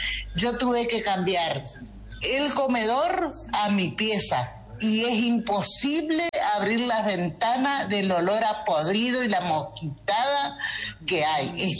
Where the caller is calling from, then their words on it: Reconquista, Santa Fe, Argentina; Hace 4 años que vivo en Barrio Center, calle 38.